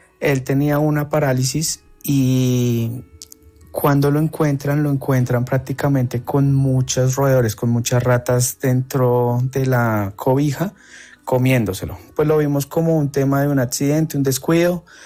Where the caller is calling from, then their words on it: Bogotá, Bogotá Capital District, Colombia; Desde aquí, Bogotá.